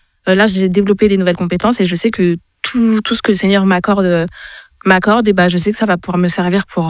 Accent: Île-de-France, France; moved away as an adult; Je viens de la région parisienne

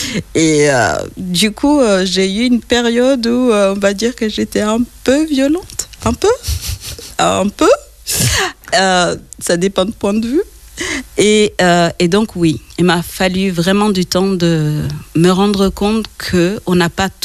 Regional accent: Rwanda

